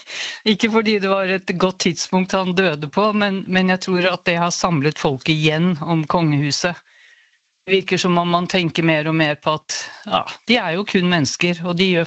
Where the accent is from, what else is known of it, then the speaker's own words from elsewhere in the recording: Norway; now in Bornholm, Denmark; som nordmand i Danmark